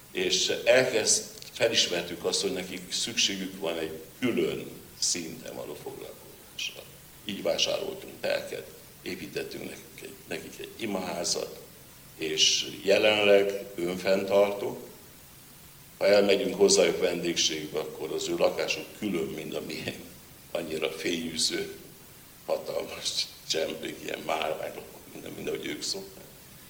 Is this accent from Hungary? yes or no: no; Magyarlóna, Cluj County, Romania; Kolozsvár mellett, Magyar Lónán, ahol én felnőttem